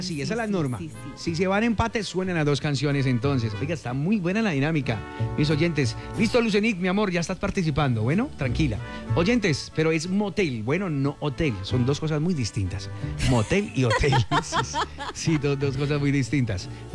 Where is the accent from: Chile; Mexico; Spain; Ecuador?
Mexico; Pero hablando como mexicano, ¿no?